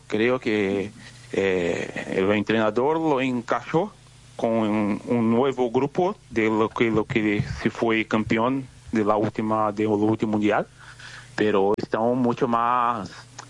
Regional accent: Brazil; Spanish is a second language; somos acá en Brasil

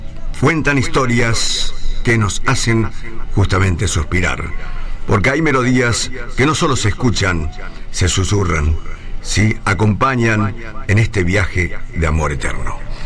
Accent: Estanislao del Campo, Formosa, Argentina; Estanislao del Campo, mi pueblo querido, ¿sí? Pueblo que me vio nacer.

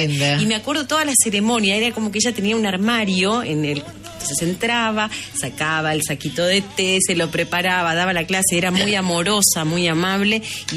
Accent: Bonet, Argentina; Yo soy de ahí, de Bonet, de toda la vida. Y la escuela quedaba una cuadra y media de mi casa.

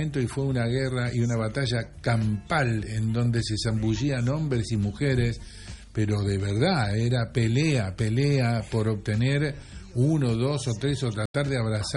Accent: Argentina; me siento más argentino que nunca.

